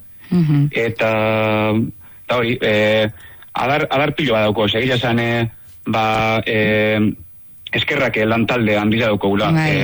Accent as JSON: {"language": "Basque", "town": "Lekeitio", "region": "Basque Country", "country": "Spain"}